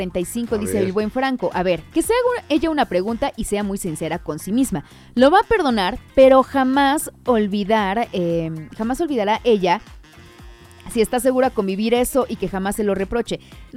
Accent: Santa María Zacatepec, Puebla, Mexico; Yo también soy de ahí, pero de Juan Cebonilla de Zacatepec, donde está el mero socavón.

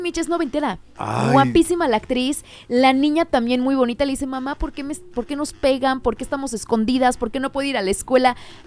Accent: Oaxaca, Mexico; now in Puebla, Mexico; que ahora por eso vivimos aquí en la ciudad de Puebla. Nosotros somos de Oaxaca

